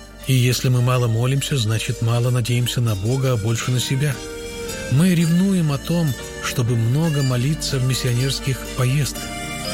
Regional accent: Cherkasy Oblast, Ukraine; Еще один урок Бог преподал мне, когда мы были в моем родном селе в Черкасской области. Там практически все меня знают.

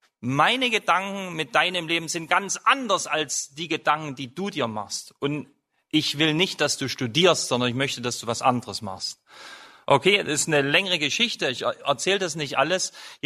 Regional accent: East Germany, Germany; Ich bin in der DDR groß geworden als Christ

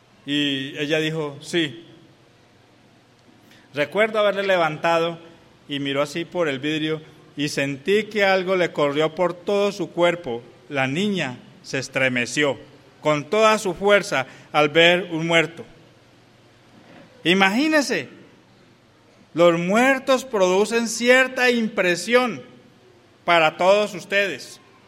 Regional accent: La Virginia, Risaralda, Colombia; moved away; Hay bastantes de nuestros jóvenes allá, en la Virginia, de donde vengo.

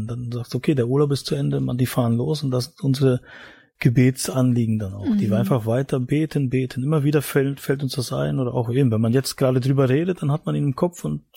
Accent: East Germany, Germany; ich bin ein Ostdeutscher, und da war Glaube nicht so das Thema

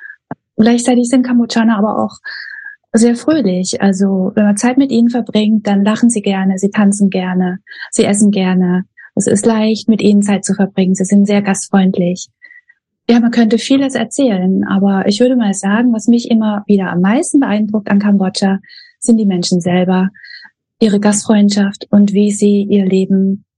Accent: Baden-Württemberg, Germany; moved away as an adult; now in Cambodia; Ich komme aus dem Süden Deutschlands, bei Bruchsal bin ich groß geworden

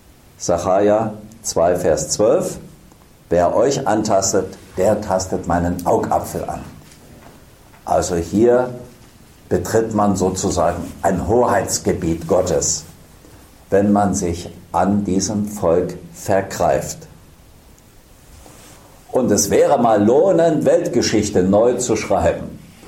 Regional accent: Germany

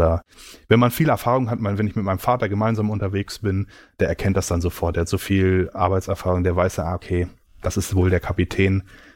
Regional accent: Germany; ich als Deutscher

